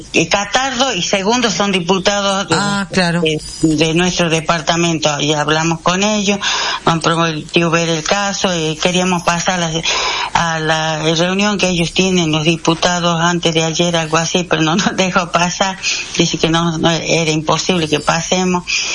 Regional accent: Coronel Juan Solá, Salta, Argentina; ahora yo tengo 76 años, nacida y criada ahí

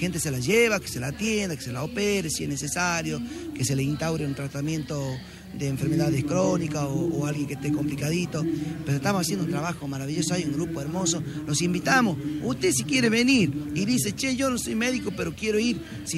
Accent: Morillo, Salta, Argentina; moved away; volver siempre a Morillo a darle una mano a esa gente que me necesita y que es mi gente, mi sangre, mi familia.

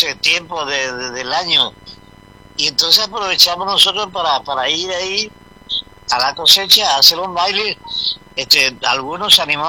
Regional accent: Empedrado, Corrientes, Argentina; No, yo soy de Empedrado, ahí cerquita nomás

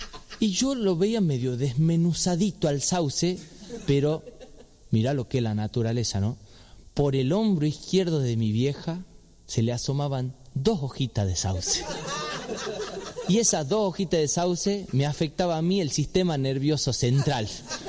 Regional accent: Tucumán, Argentina; accent: tucumano; yo tengo una mezcla rara porque tengo padres sanjuaninos y soy tucumano y son muy diferentes, son culturas diferentes porque el tucumano tiene como una cultura propia.

